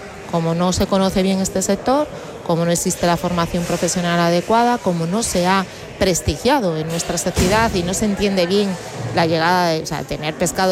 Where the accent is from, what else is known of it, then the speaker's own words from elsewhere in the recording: Galicia, Spain; yo que soy gallega